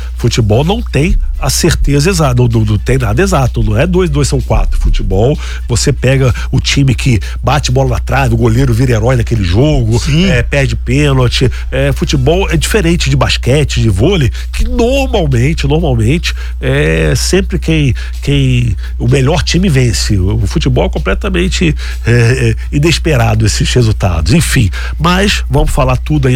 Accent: Brazil; eu sou brasileiro até o final

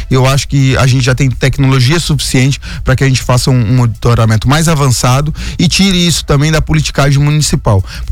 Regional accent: São Sebastião, São Paulo, Brazil; also born or lived in Caraguatatuba; Eu nasci em Caraguá e fui criado em São Sebastião

